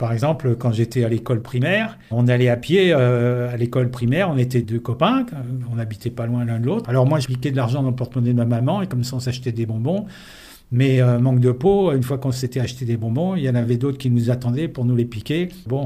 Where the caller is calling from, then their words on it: Paris, Île-de-France, France; chez nous, à Paris